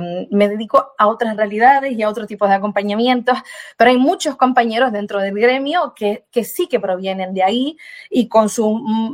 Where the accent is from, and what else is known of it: Brazil; Spanish is a second language